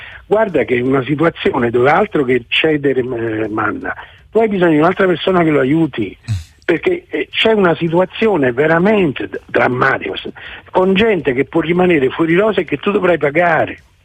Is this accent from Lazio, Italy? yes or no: yes; Rome, Lazio, Italy; Poi comunque voglio dire, crescendo a Roma, amici romanisti, scuola, cioè, però si può cambiare